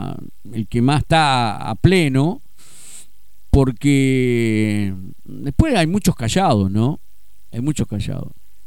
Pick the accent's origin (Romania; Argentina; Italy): Argentina; Lo único que estamos con pobreza absoluta somos el pueblo argentino